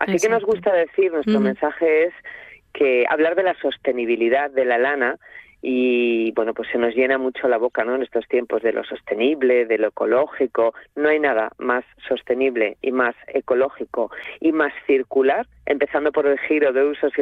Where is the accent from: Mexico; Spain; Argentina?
Spain; Gijón, Asturias; now in León, Spain; Te digo aquí porque yo vivo en León, aunque soy de Gijón, del barrio del Molinón.